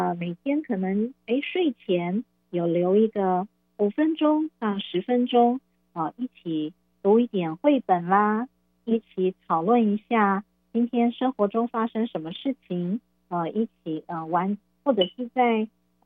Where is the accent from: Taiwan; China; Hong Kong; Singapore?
Taiwan; 我们台湾的孩子